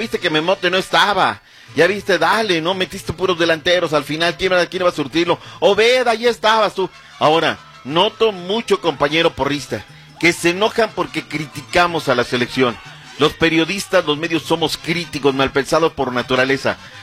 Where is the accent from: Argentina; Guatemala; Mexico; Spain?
Mexico; now in Chicago, United States; Yo soy indio patarrajada, nopal en la frente